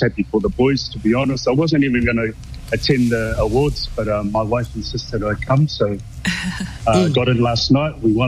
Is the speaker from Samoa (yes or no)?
yes; Samoa; born there; also born or lived in Christchurch, New Zealand; I'm from Samoa and I grew up in Christchurch but spent most of my life in Samoa.